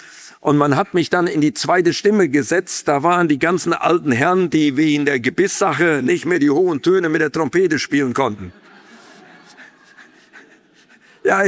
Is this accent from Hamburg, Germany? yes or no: no; North Rhine-Westphalia, Germany; weil ich bin im Siegerland in einem sehr unbedeutenden kleinen Ort groß geworden, in der Gemeinschaftsbewegung